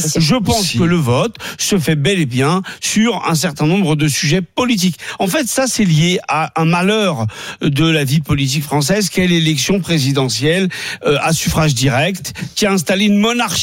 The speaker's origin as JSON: {"language": "French", "country": "France", "said": "Non, mais je suis un français moyen, le français de la rue"}